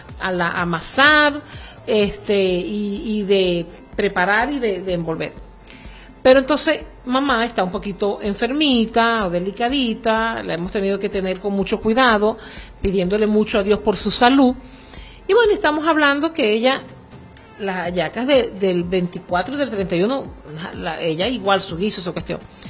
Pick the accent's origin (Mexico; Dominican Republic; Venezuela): Venezuela; nosotros, los venezolanos, de Oriente, de Occidente, de los Llanos, del Centro, somos venezolanos. Somos venezolanos